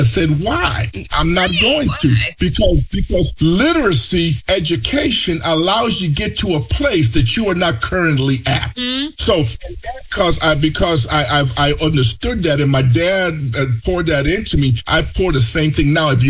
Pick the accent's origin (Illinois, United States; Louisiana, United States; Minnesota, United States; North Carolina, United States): Illinois, United States; Chicago; English is a second language; I had a teacher in high school told me, if you want to be successful, because I grew up in the projects of Chicago